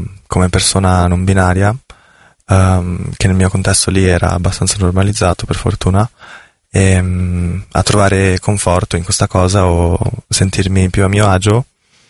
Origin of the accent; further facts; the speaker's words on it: Milan, Lombardy, Italy; also born or lived in Amsterdam; Sì, sono nata a Milano nel 2002 e cresciuta qui fino a tipo i 18 anni, in cui ho vissuto 2 anni ad Amsterdam per poi tornare qui. E, mio papà è di origine greca o turca, però è nato qua